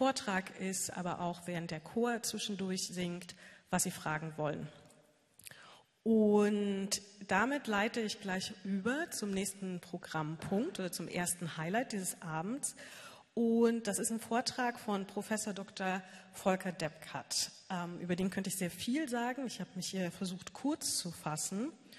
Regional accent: Wernigerode, Saxony-Anhalt, Germany; ich komme auch aus Wernigerode, bin hier aufgewachsen, geboren und aufgewachsen

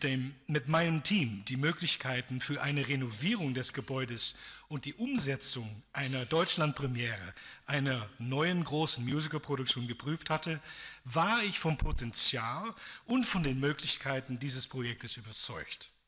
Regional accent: Netherlands

